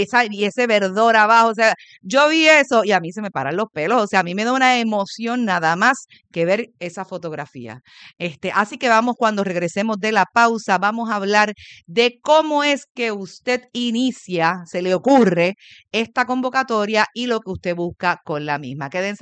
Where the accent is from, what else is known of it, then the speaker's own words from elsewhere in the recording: Puerto Rico; Y como los puertorriqueños, los boricuas que siempre nos encontramos en todas